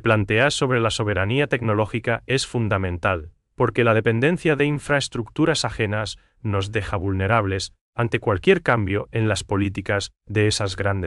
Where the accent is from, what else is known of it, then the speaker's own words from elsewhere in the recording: Paraguay; nos caracteriza como paraguayos.